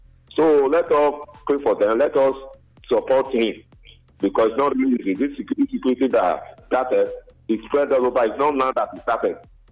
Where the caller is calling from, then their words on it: Benin City, Edo, Nigeria; I'm calling from Upper Sapna Road.